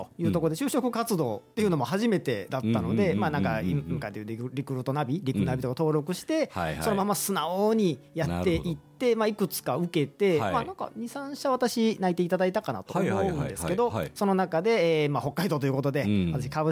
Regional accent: Wakayama, Japan; moved away as an adult; also born or lived in Osaka; now in Sapporo, Japan; 私、出身が、まず札幌ではなく、和歌山県の出身なんですよね。うん、はい、はい。で、そこで18歳まで、まあ、高校までですね、はい、過ごさせていただき、そこは大学が大阪。まあ、ね、そんなに遠くはなかったですけども、うん、一人暮らしさせていただき

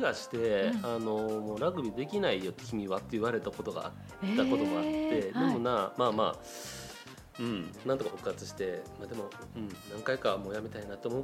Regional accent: Nishinomiya, Hyogo, Japan; also born or lived in Osaka / Tokyo; 生まれ育ち西宮で、うん、社会人になったから大阪住んで、うん、で30代はもうほぼほぼ10年間東京にいて。

